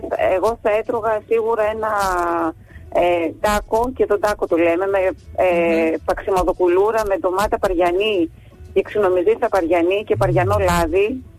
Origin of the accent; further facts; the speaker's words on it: Naousa, South Aegean, Greece; Εγώ είμαι από την Άουσα